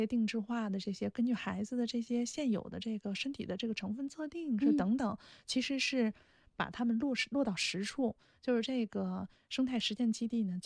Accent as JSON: {"language": "Chinese", "region": "Northwest China", "country": "China", "said": "你看我们家现在馒头、面条，因为我们是西北人嘛，那本来就擅长这个碳水"}